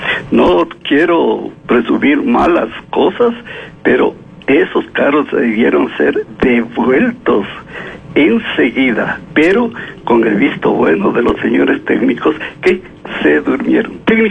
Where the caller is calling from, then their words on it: Quito, Pichincha, Ecuador; como quiteño